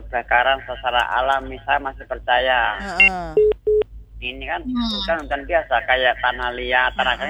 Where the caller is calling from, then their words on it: East Kalimantan, Indonesia; kita kan sebenarnya warga Kaltim.